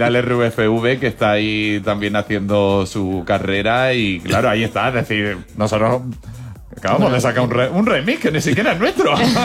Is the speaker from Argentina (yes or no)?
no; Almería, Andalusia, Spain